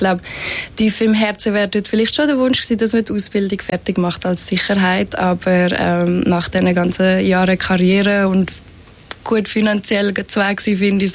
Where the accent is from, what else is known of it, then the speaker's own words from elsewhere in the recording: Fislisbach, Aargau, Switzerland; Und bin dann, glaube ich, 3 Wochen später in der Schweiz, in meinem Dörfli in Fislisbach, wo ich aufgewachsen bin, teilweise zu der Kollegin gelaufen